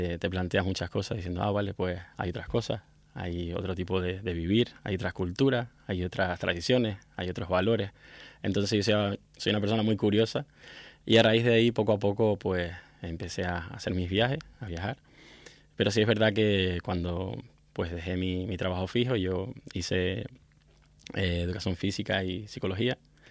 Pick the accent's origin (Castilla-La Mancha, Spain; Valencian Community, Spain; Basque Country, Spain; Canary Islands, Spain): Canary Islands, Spain; Santa Úrsula; moved away as an adult; De Canarias, de Tenerife, de Santa Úrsula.